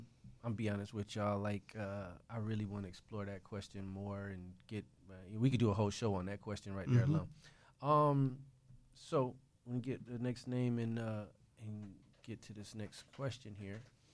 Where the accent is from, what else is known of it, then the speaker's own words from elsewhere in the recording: Sanford, Florida, United States; I'm from Sanford.